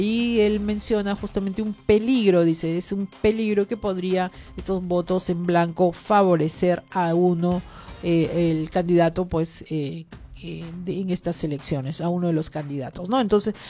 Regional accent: Villa El Salvador, Lima, Peru; los vecinos de Villa El Salvador, resaltando un poco lo orgullosos, ¿no?, que son y que somos de ser de Villa El Salvador.

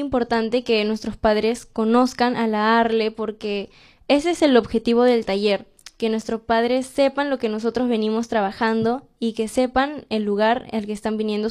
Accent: Villa El Salvador, Lima, Peru

